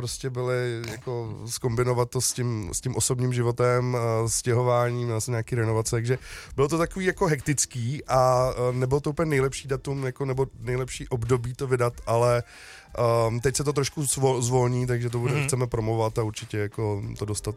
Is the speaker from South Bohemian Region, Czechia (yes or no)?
yes; České Budějovice, South Bohemian Region, Czechia; also born or lived in New Zealand / Indonesia; now in Prague, Czechia; Já jsem původně z Budějc, teď jsem Pražák, už asi 6 let